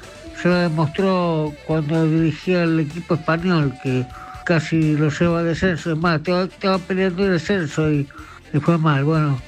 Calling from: Quilmes, Buenos Aires Province, Argentina; de Quilmes.

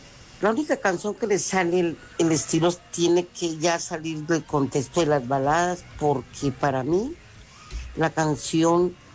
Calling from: Cali, Valle del Cauca, Colombia; Fuerte abrazo desde Cali Valle.

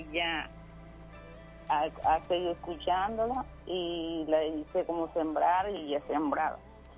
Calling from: Sampués, Sucre, Colombia; en San Pues Sucre.

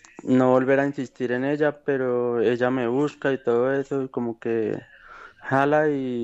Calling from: Bogotá, Colombia; en Bogotá.

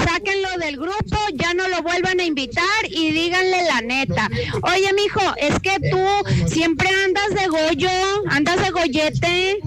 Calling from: Sinaloa, Mexico; como buena sinaloense.

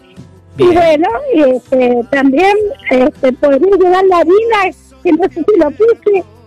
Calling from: Maipú, Mendoza, Argentina; de Maipú.

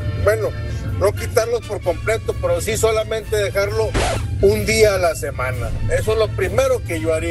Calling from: García, Nuevo León, Mexico; yo que vivo acá en García.

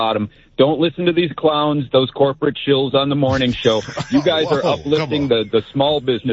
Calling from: Wausau, Wisconsin, United States

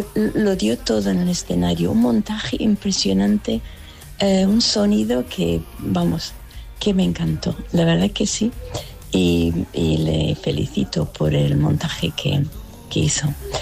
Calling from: Mallorca, Balearic Islands, Spain; vivo en Mallorca.

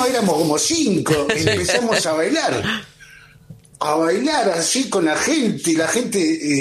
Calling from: San Fernando, Buenos Aires Province, Argentina; de San Fernando.

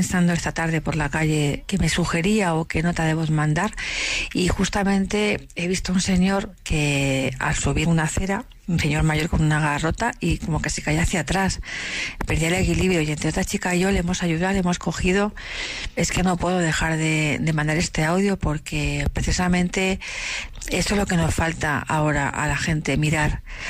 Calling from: Leganés, Community of Madrid, Spain; Un abrazo para todos … de Leganés.

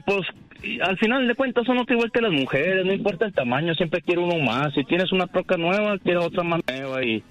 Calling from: Chihuahua, Mexico

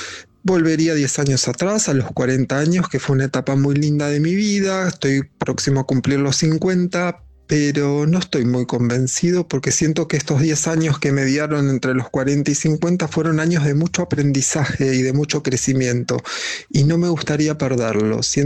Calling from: Acasuso, Buenos Aires Province, Argentina; Hola Luisa, buenas noches … de Acasuso

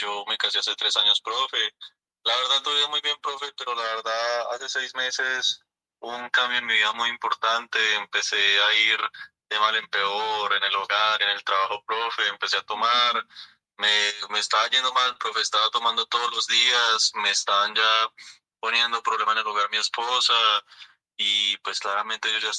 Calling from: Colombia; yo lo llamo de acá del barrio 7 de agosto.

